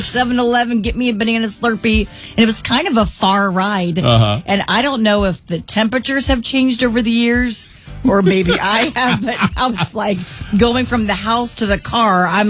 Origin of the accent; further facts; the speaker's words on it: Florida, United States; I grew up here in Central Florida